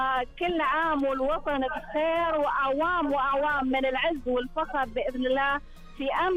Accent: Saudi Arabia; احنا كسعوديين

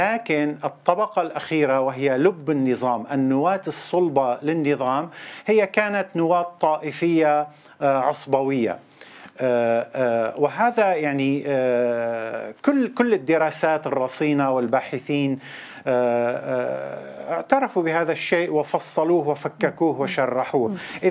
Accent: Syria; بلادنا سوريا

